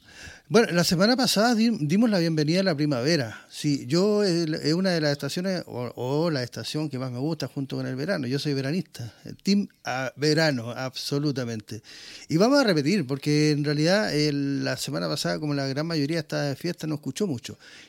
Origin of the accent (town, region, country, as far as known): Chile